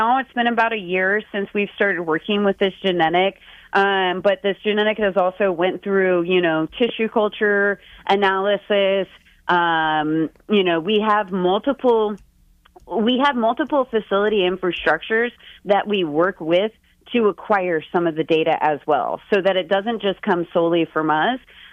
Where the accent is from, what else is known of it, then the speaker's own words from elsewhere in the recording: the South, United States; I'm from the South